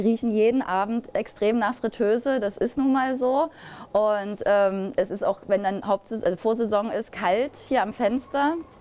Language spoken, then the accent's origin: German; Dresden, Saxony, Germany; now in Rügen, Germany; Ich wollte ja eigentlich nie weg aus Dresden, das hat mir schon, war schon meine Heimat so, ne?